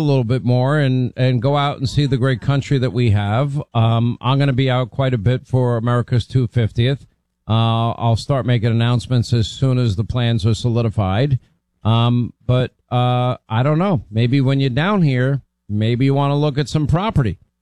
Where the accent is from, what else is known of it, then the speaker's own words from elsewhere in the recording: New York, United States; now in Florida, United States; And the beauty is, like, where I grew up in Long Island, you know, we'd go to places, a place called Jones Beach or Point Lookout Beach